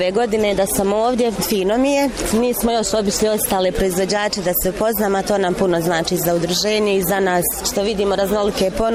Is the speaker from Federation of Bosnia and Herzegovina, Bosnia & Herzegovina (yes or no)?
yes; Mostar, Federation of Bosnia and Herzegovina, Bosnia & Herzegovina; Dolazimo iz Bijelog polja, tačnije Potoci, Mostar.